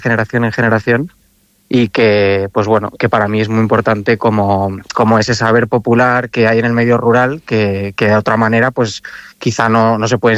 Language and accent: Spanish; Community of Madrid, Spain; now in Aragon, Spain; Yo vengo, bueno, como has dicho, soy madrileño, pero vivo en Aragón desde hace 12 años.